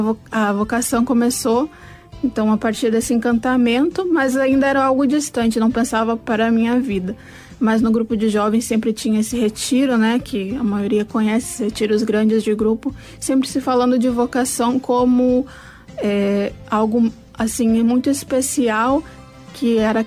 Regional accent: Estância Velha, Rio Grande do Sul, Brazil; now in Rio de Janeiro, Brazil; eu sou gaúcha, né, natural do Rio Grande do Sul, de uma cidade chamada Estância Velha. Para quem não conhece, fica próximo de Novo Hamburgo, próximo da capital.

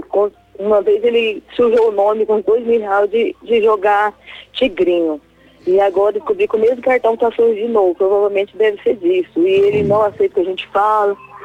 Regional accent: Sinop, Mato Grosso, Brazil; Eu sou de Sinop, Mato Grosso.

